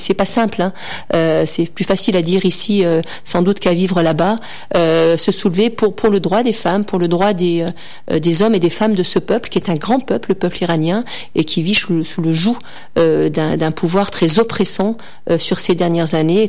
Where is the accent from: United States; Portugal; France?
France; en tant que Français, globalement, en tant que femme